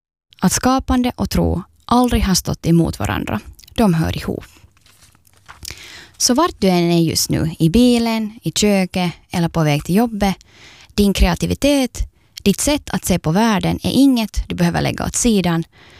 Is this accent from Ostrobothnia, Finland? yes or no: no; Ekenäs, Uusimaa, Finland; och jag är från Ekenäs och du lyssnar på Andrum.